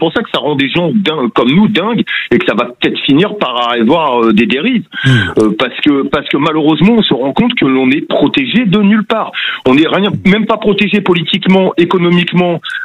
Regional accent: France; en tant que Français

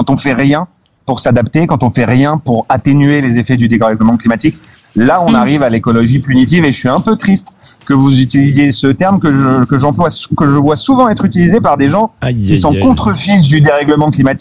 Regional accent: France; en tant que Français

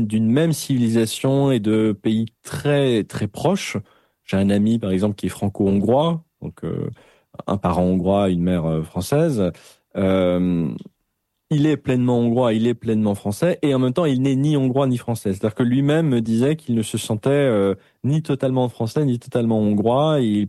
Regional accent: Belgium; Moi, je suis belge parce que mes deux parents sont belges.

